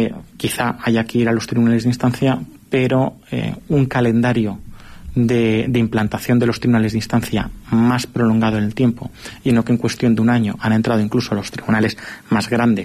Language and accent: Spanish; Madrid, Community of Madrid, Spain; now in Calatayud, Spain; que por mucho que yo esté alejado de, digamos, la capital, yo soy de Madrid